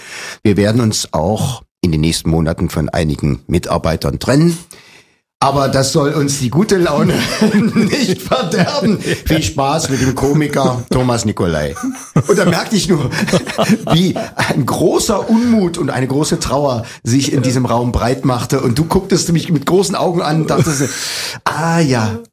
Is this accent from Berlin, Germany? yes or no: no; Leipzig, Saxony, Germany; accent: Saxon; Ich bin gebürtiger Leipziger